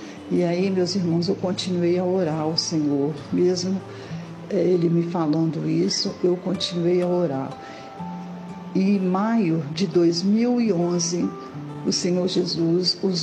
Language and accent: Portuguese; Belo Horizonte, Minas Gerais, Brazil; eu sou de Belo Horizonte.